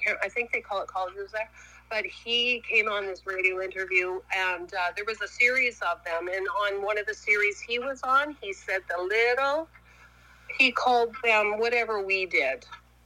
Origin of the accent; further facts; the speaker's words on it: Ontario, Canada; I'm from Northwestern Ontario. As a fact, right now I'm on a little island called, we just call it Firefly Island because it's a tiny little island and there's lots of fireflies